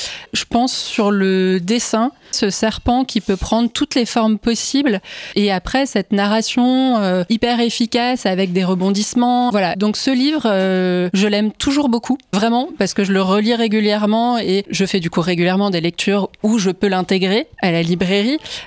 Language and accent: French; Grand Est, France; born or raised there